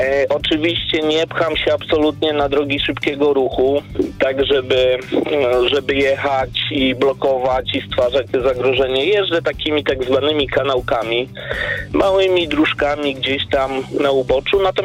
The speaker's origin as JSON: {"language": "Polish", "region": "Lower Silesian Voivodeship", "country": "Poland", "said": "ja pochodzę z Dolnego Śląska, tam też mieszkam."}